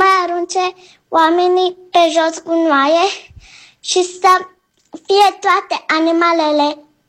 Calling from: Cluj-Napoca, Cluj County, Romania; am 6 ani, sunt din Cluj

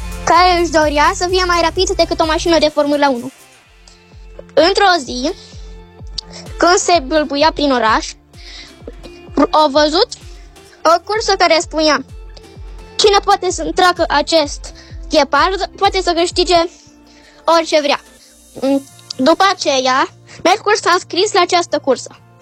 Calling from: Sibiu, Sibiu County, Romania; din Sibiu.

